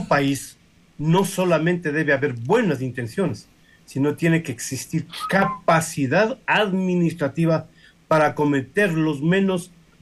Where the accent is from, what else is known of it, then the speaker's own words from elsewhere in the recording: Ecuador; somos ecuatorianos